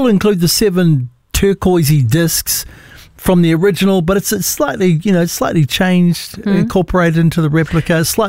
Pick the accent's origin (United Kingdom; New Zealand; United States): New Zealand; Auckland; when I was a kid, I grew up in East Tāmaki in Ōtara.